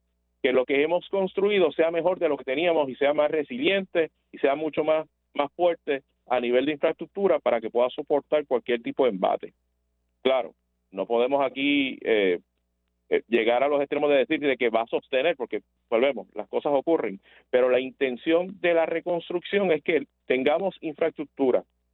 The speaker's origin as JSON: {"language": "Spanish", "town": "Quebradillas", "country": "Puerto Rico", "said": "yo soy también de Quebradilla"}